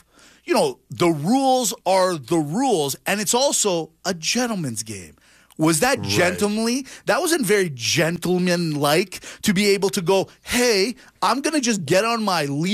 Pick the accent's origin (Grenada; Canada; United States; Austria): Canada; we might be two Greek guys, but we're proudly Canadian. Let's make that sure here.